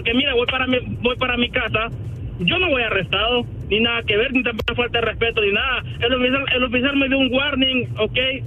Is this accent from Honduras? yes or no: yes; Honduras; Soy de Honduras, mira, y yo respeto, Honduras, okay.